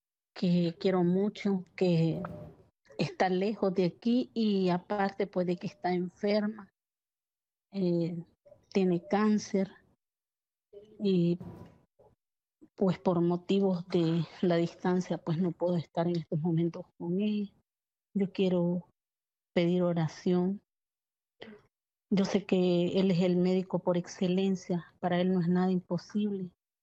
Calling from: Estelí, Nicaragua; Estoy llamando de Nicaragua.

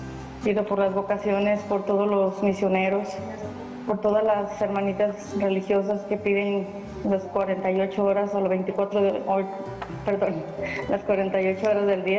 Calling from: Arandas, Jalisco, Mexico; de Aranda, Jalisco.

